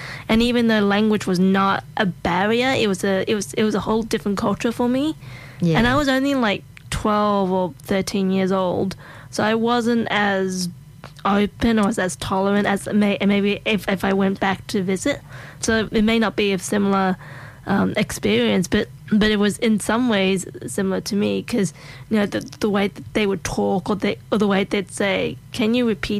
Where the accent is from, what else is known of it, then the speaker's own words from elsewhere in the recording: Australia; "Oh my God, you got the cutest accent. Like, where are you from?" I said, "I'm Australian."